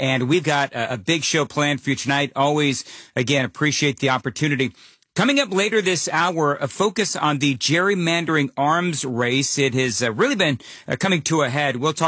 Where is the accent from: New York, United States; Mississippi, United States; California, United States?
California, United States; For folks that don't know, I am from California, so I have what I would say is a very much of a vested interest in what happens in the state that I was born and raised in.